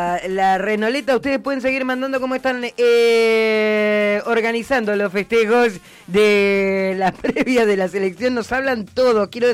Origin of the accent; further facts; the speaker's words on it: Argentina; Qué hermosos somos los argentinos